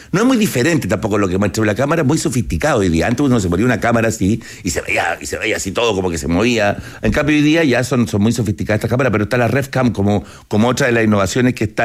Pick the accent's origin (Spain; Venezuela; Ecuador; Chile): Chile; nosotros chilenos